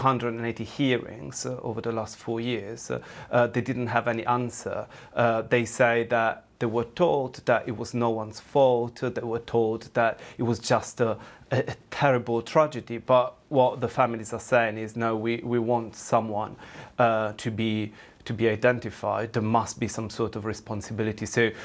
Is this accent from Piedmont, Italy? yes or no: no; Genoa, Liguria, Italy; moved away; So coincidentally, I'm also from Genoa.